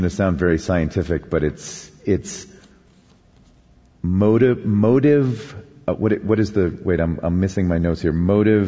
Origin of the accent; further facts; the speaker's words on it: Lancaster, Pennsylvania, United States; I was sitting at a bar the other night, in Lancaster, Pennsylvania, which is my hometown.